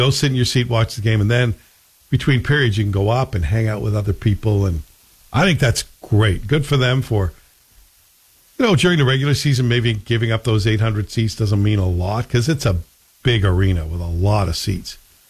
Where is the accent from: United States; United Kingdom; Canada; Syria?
Canada; as a Canadian, that's what keeps me going in the winter is hockey.